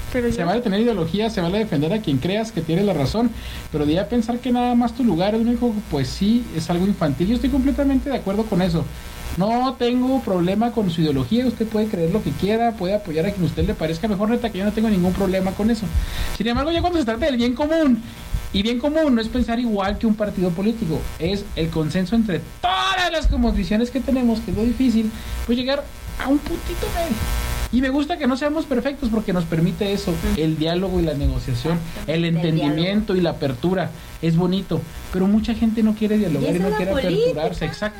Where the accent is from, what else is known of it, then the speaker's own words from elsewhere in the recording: Mexico; Y eso a mí sí me lastima como mexicano.